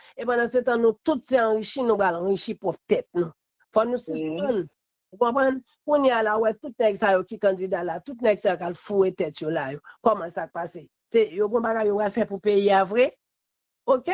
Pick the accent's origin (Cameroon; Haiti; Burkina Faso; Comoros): Haiti; Je ne crois pas que c'est seul président ici, en tant que haïtien seulement, que nous avons.